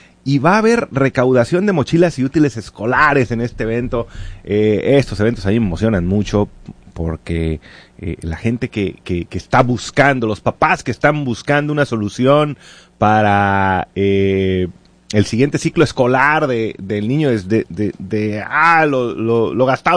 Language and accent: Spanish; Baja California, Mexico; Yo soy de North Mexico. De Baja.